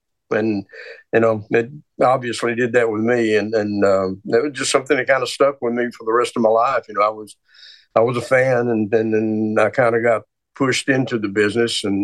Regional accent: Tyler, Texas, United States; also born or lived in Tennessee; Well, I'm a Texas boy. I was born and raised in East Texas around the Tyler area. That's pretty much where I grew up. I went to school all the way through here, and then of course when I graduated, ended up in Fort Worth 1 year, and then I went up in North Texas State

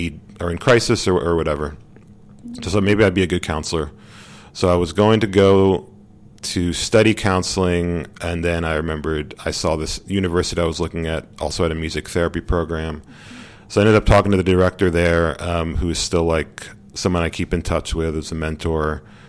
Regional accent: Pennsylvania, United States; I'm from Pennsylvania originally

